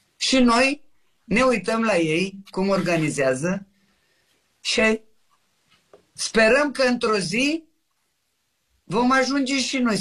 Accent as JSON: {"language": "Romanian", "country": "Romania", "said": "noi ca români"}